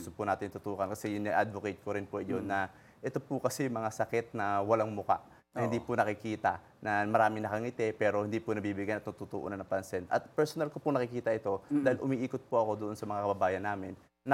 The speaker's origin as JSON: {"language": "Tagalog", "town": "Norzagaray", "region": "Central Luzon", "country": "Philippines", "said": "yung tubig na gagaling po sa amin sa Norza Garay, Bulacan. Pero kami po ay kulang pa din yung tubig sa amin."}